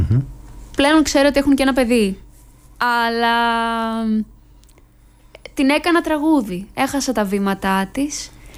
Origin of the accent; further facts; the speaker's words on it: Albania; γιατί αυτό είμαστε, είμαι Αλβανίδα, τι να κάνω. Και γουστάρω κιόλας. Και το feedback που έχω πάρει από την ομογένεια είναι το χαίρονται.